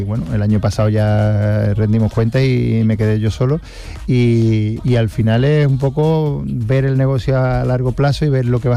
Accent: Seville, Andalusia, Spain; Es que te cuento, mira, yo siendo sevillano, a mí me encanta Andalucía y me siento muy de aquí.

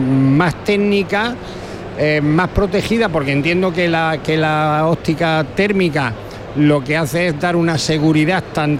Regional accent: Úbeda, Andalusia, Spain; De Úbeda, somos de Úbeda.

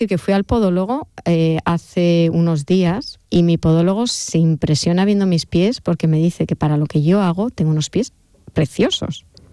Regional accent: Basque Country, Spain; Y yo, claro, yo soy muy vasca. Yo en el País Vasco somos muy introvertidos

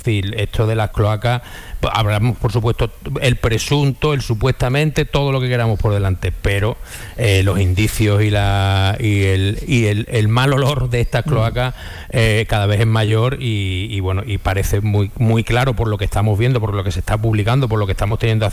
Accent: Spain; es muy triste y es muy duro ver como español español y como ciudadano

